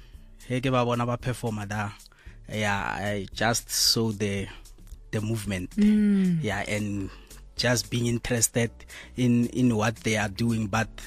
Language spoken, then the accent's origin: English; Pretoria, Gauteng, South Africa; also born or lived in Mpumalanga; So yeah, I grew up in Pretoria, 012 Kopitori.